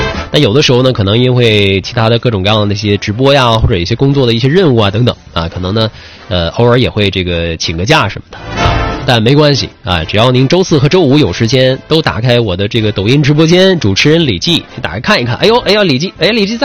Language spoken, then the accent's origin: Chinese; Jilin, China; moved away as an adult; also born or lived in Beijing; 应该是叫回吉林台了啊，因为这里是咱们的老家